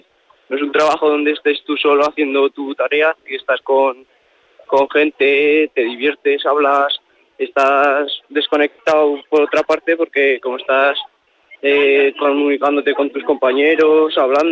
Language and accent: Spanish; Tarazona, Aragon, Spain; abrir mi restaurante en Tarazona, que es de donde soy.